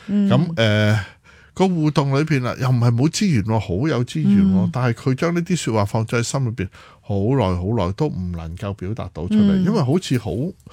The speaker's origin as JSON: {"language": "Cantonese", "country": "Hong Kong", "said": "但係都市人作為香港人嘅我哋"}